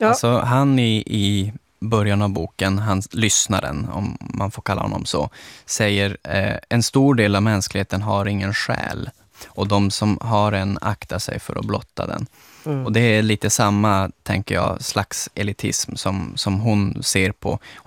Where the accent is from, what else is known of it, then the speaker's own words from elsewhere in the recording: Kiruna, Norrbotten County, Sweden; precis som det ju var i Malmfälten där jag är ifrån.